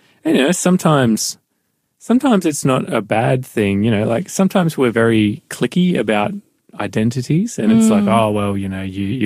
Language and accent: English; Australia; I know being an Australian, whenever you travel overseas, the instant you hear another Australian voice